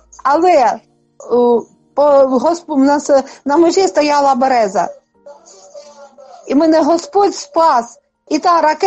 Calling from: Kharkiv Oblast, Ukraine; Із Харківщини.

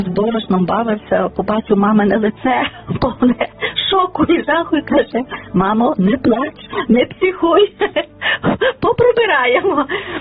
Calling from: Lviv, Lviv Oblast, Ukraine; Я зі Львова.

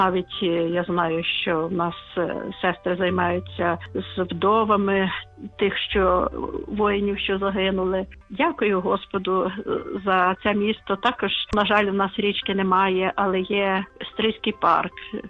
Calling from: Lviv, Lviv Oblast, Ukraine; живу в Україні. Дякую, що зараз живу у Львові. Більшу частину свого життя я прожила у Львові, хоча я не народилася у Львові.

